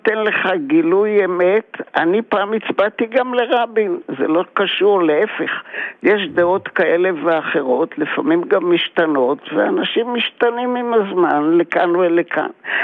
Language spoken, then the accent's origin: Hebrew; Tel Aviv, Tel Aviv District, Israel; מתל אביב.